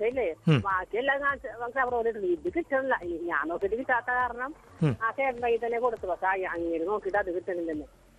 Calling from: Kochi, Kerala, India; ഞാൻ പള്ളുരുത്തി നിന്നാണ് വിളിക്കുന്നത്.

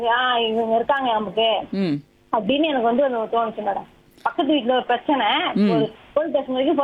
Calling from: Chennai, Tamil Nadu, India; மேடவாக்கத்துல இருந்து

